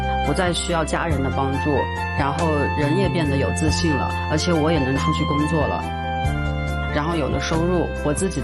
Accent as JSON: {"language": "Chinese", "town": "Yuxi", "region": "Yunnan", "country": "China", "said": "我来自云南玉溪。"}